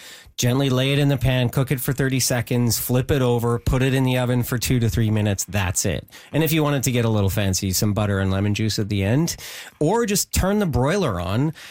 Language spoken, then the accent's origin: English; British Columbia, Canada; born there; BC Day started in 1974, the year after I was born in the Okanagan Valley.